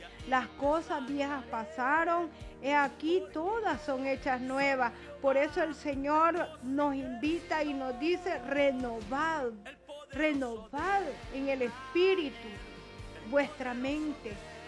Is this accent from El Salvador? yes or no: yes; El Salvador; así como hablamos como buen salvadoreño